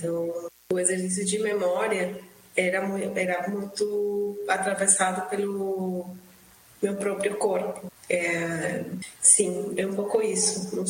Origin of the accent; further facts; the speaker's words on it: Colombia; Portuguese is a second language; now in Brazil; Eu sou colombiana e estou morando no Brasil há um tempo e buscando, mesmo com meu sotaque, que não é possível de fugir dele